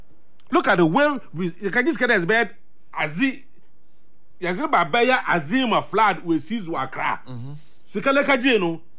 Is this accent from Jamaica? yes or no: no; Cape Coast, Central Region, Ghana; born there; You know, I was born in Cape Coast.